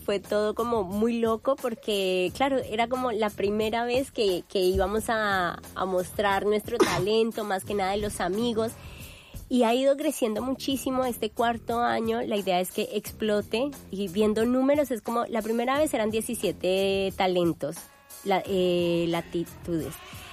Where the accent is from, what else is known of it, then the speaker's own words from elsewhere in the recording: Bogotá, Colombia; moved away as an adult; now in Buenos Aires, Argentina; Yo vengo de la ciudad de Bogotá, que es un clima también muy loco.